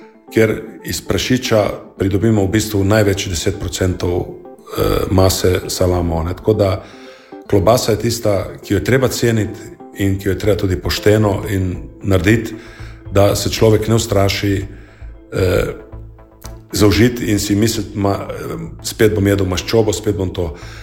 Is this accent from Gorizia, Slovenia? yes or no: yes; Kanal ob Soči, Gorizia, Slovenia; Doma smo pa iz Seniškega brega, iz občine Seniški breg 5, kanal ob Soči, to je vzhodni vstopni del Banjške planote.